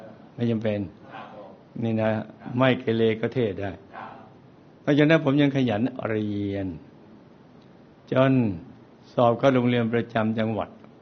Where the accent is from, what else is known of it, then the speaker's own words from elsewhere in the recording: Samut Songkhram, Thailand; ผมเป็นเด็กดีที่เติบโตในครอบครัวคนจีนที่อบอุ่นมีบ้านอยู่จังหวัดสมุทรสงครามกับพี่น้องท้องเดียวกันมากถึง8คน